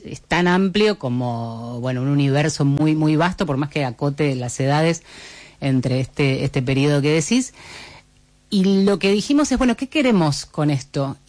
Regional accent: Buenos Aires, Argentina; born there; no me acordaba que nací en Mataderos.

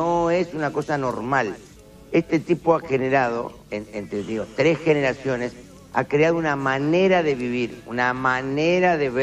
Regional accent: El Palomar, Buenos Aires Province, Argentina; somos de Palomar, por cuestiones de barrio.

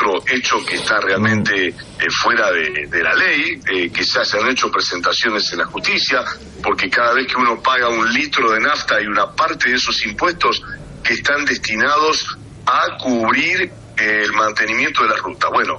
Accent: Santa Fe, Argentina; Los santafesinos estamos pagando.

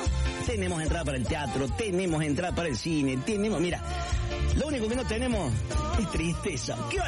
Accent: Argentina; mis respetos, mi orgullo como argentino y mis honores para ellos.

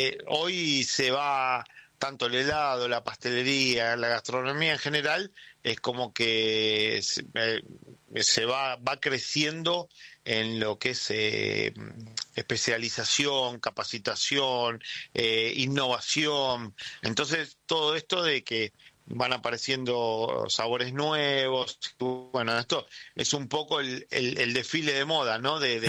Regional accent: Buenos Aires, Argentina; De Villaluro y Liniers

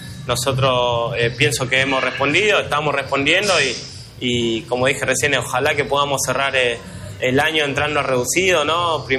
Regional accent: Quilmes, Buenos Aires Province, Argentina; born there

